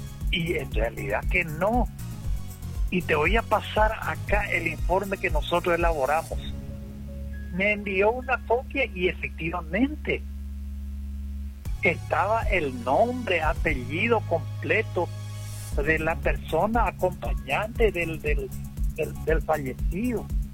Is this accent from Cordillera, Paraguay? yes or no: no; Mallorquín, Alto Paraná, Paraguay; moved away; yo soy de Mallorquín, tengo muchos parientes, hermanos allá